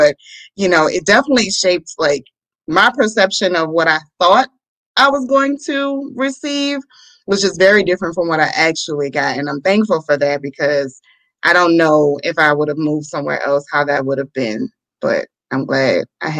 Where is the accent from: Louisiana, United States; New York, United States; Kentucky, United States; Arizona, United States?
Louisiana, United States; New Orleans; now in Houston, United States; So growing up in New Orleans, it was never really a major factor because there's so many different cultures that are represented.